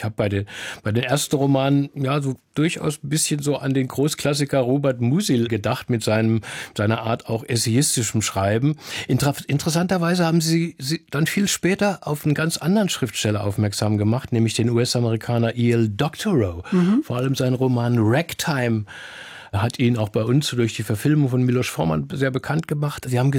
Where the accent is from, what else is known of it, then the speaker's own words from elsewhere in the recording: Berlin, Germany; aber ich sag's mal dreist und als Berliner, das ist doch nicht normal.